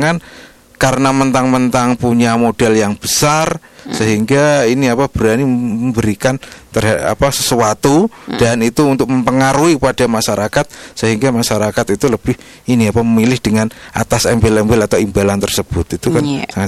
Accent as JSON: {"language": "Indonesian", "region": "Java", "country": "Indonesia", "said": "kita orang Jawa"}